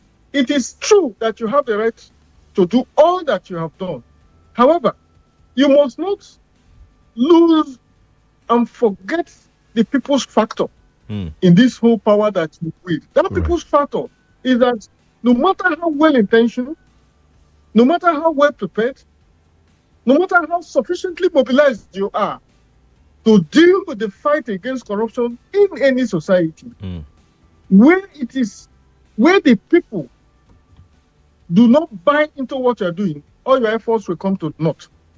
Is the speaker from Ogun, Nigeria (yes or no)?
no; Delta, Nigeria; I'm from Delta